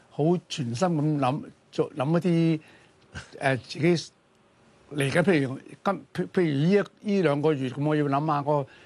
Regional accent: Macau; 我澳門出生。

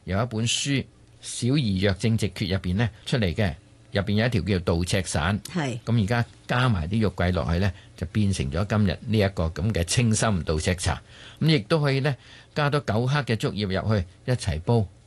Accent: Guangdong, China; 即系我哋广东人所讲嘅聚火啊

